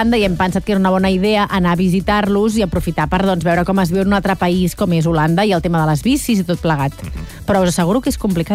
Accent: Catalonia, Spain

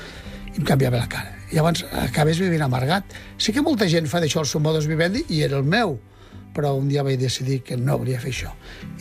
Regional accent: Catalonia, Spain; com a bon català

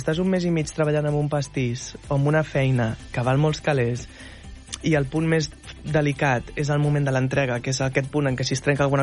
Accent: Esparreguera, Catalonia, Spain

